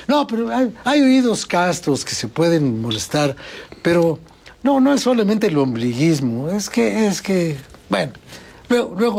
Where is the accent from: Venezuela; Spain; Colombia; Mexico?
Mexico; ¿Qué nos importa como mexicanos el señor Pedro Castillo?